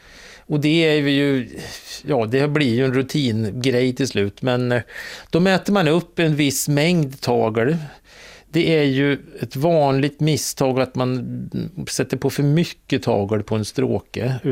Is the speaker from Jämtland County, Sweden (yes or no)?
yes; Jämtland County, Sweden; Nej, för det första jag är uppvuxen i Jämtland, så där hade ju alla älghorn hemma i garaget.